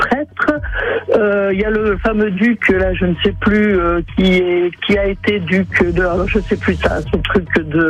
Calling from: Auvergne-Rhône-Alpes, France; je suis de Barreau, mais en ce moment, je suis dans le Var et je suis en vacances.

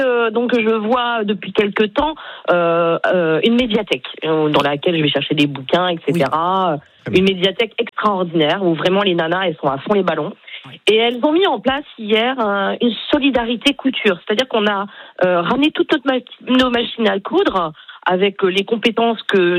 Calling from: Caen, Normandy, France

